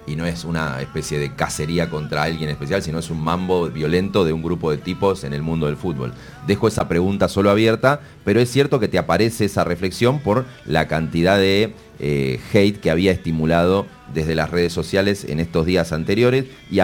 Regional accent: Argentina

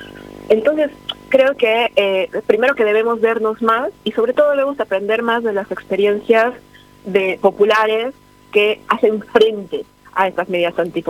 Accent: Bolivia; now in Argentina; hemos convocado como comunidad boliviana en Argentina

